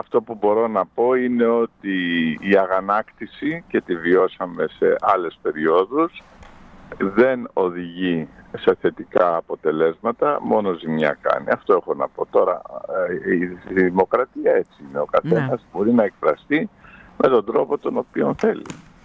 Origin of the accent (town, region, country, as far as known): South Aegean, Greece